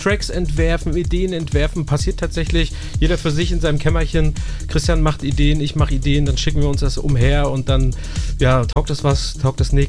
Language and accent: German; Mecklenburg-Vorpommern, Germany; wie zum Beispiel bei uns in Mecklenburg an einem See